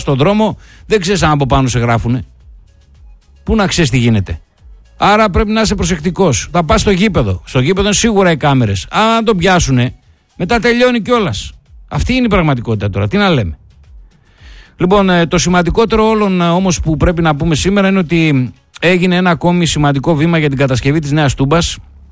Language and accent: Greek; Thessaloniki, Central Macedonia, Greece; Εγώ, σαν Σαλονικιός